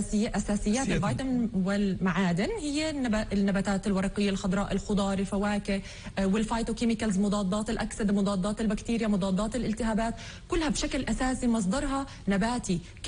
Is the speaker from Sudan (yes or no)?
no; Palestine; احنا هون عندنا في فلسطين